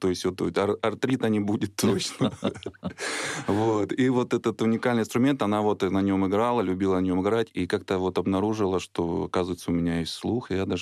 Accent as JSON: {"language": "Russian", "town": "Mariupol", "region": "Donetsk Oblast", "country": "Ukraine", "tie": "born or raised there", "said": "Детство у меня прошло в моем родном городе, в Мариуполе, уже в небезызвестном."}